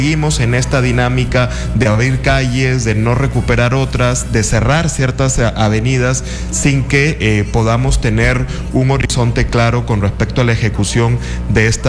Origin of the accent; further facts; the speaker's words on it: Piura, Peru; los piuranos somos los peruanos más cálidos, más alegres, ¿no? Más bonachones del país.